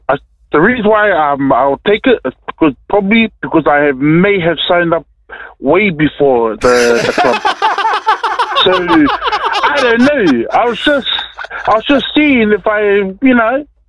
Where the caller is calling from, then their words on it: Auckland, New Zealand; I'm calling from Manurewa.